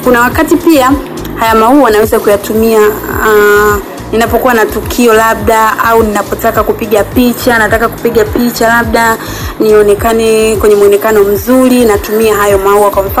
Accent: Temeke, Dar es Salaam, Tanzania; natokea Temeke.

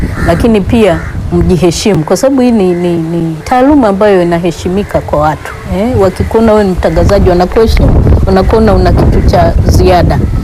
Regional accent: Tanzania

